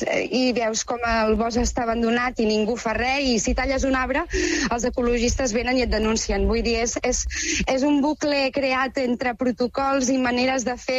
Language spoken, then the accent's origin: Catalan; Calonge, Catalonia, Spain; now in Caldes de Malavella, Spain; Jo sóc de Calonja, nascuda a Calonja, pagès del Mas Molla de tota la meva vida. Tinc 41 anys, o sigui, 41 anys que estic a peu de les Gavarres, exactament a la Conca del Tinar.